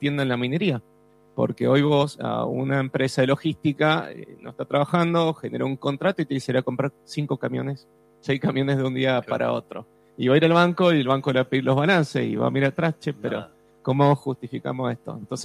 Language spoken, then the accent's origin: Spanish; Mendoza, Argentina; Y acá quiero ser muy mendocino, ¿no? Porque yo me di cuenta de lo que somos como ciudad de Mendoza